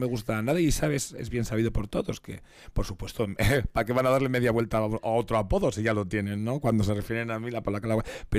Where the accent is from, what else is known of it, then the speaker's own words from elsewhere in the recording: Vitoria-Gasteiz, Basque Country, Spain; Yo primero por y para Gasteiz. Gasteiz, Araba.